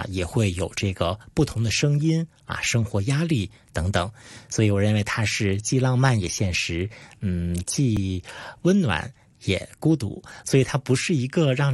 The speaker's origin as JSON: {"language": "Chinese", "region": "Shanxi", "country": "China", "moved": "yes", "said": "我们山西主要是以这个面食为主"}